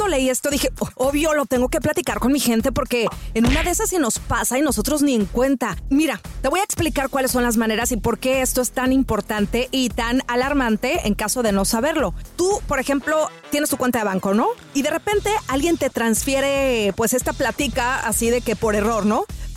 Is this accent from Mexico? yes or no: yes; Mexico